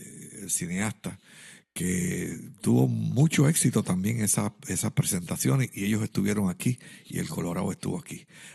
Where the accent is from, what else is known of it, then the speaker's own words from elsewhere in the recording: San Lorenzo, Puerto Rico; born there; Yo nací en el barrio Espino, sector Quebrada Lajas. Allí al pie de la montaña, donde escuché los primeros trinos de los ruiseñores, los primeros cantores jíbaros.